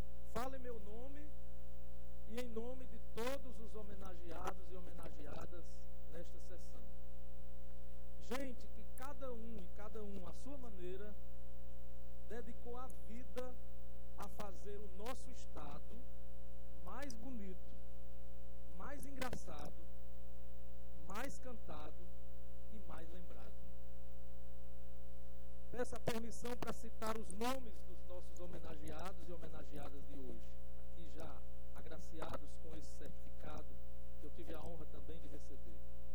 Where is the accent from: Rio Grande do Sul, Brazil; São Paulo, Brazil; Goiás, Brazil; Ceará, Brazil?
Ceará, Brazil; Cedro; also born or lived in Iguatu; now in Fortaleza, Brazil; meus vínculos com a cultura, desde menino, lá em Cedro. Não era em Barbacena, mas era em Cedro. A minha terra natal, a minha amada terra natal, Cedrinho de Açúcar. Desde Cedro até Fortaleza, onde resido há mais de 30 anos.